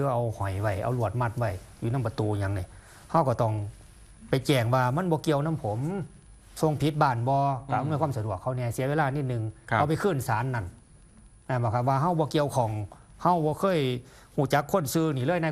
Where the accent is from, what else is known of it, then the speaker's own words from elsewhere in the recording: Ubon Ratchathani, Thailand; now in Bangkok, Thailand; อยู่อุบลอยู่หนองขอนอยู่ทงบุรพานี่แต่ว่าผมไปเฮ็ดงานกรุงเทพไปเซาบ้านอยู่หรือไปอยู่น้ำมูหรือไปอยู่คอนโดก็แล้วแต่